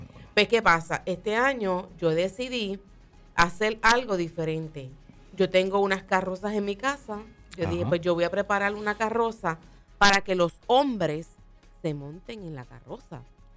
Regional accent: Fajardo, Puerto Rico; yo soy de Fajardo. O sea, Fajardo viene siendo la esquina, ¿sabes? La esquina quizás.

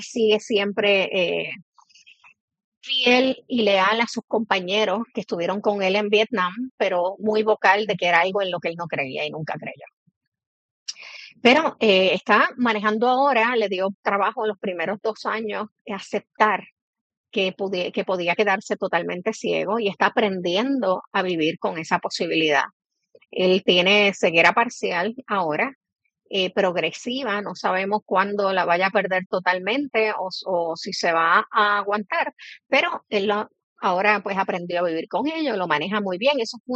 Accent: Mayagüez, Puerto Rico; Y una, por supuesto, en Mayagüez, que es mi pueblo natal

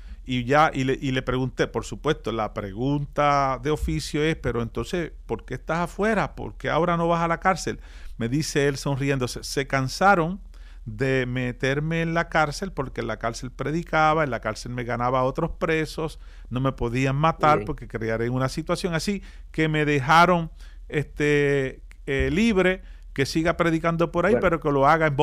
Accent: Puerto Rico

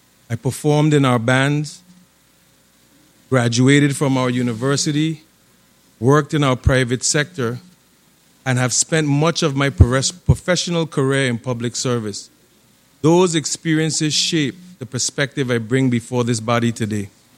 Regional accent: U.S. Virgin Islands; I am a proud son of the Virgin Islands. I was born in St. Thomas and raised in this community.

